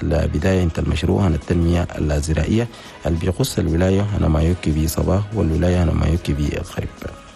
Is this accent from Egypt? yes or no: no; Chad; بلدنا تشاد